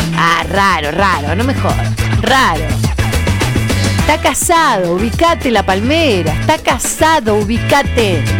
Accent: Punta Alta, Buenos Aires Province, Argentina; Punta Alta, sí.

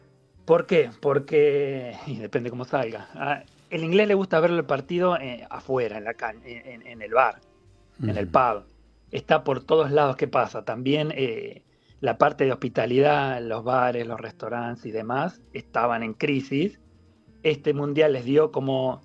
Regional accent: Argentina; moved away as an adult; now in London, United Kingdom; somos los argentinos del pueblo.

